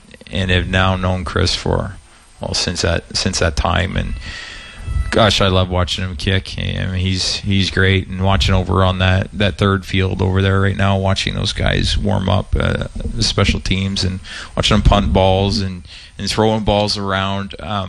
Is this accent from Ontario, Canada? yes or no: yes; Ontario, Canada; accent: Canadian; now in United States; I am proudly now a dual citizen, but yes, I grew up in Southern Ontario.